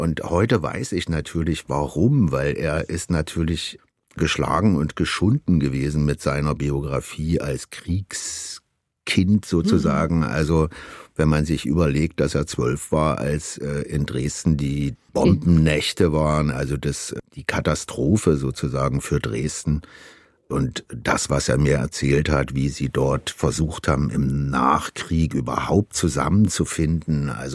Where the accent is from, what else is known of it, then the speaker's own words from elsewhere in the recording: Brazil; Meine Eltern hatten in meiner Kindheit in Brasilien hatten die einen Dualplattenspieler mit 10 Schallplatten übereinander, die einzeln runterfielen.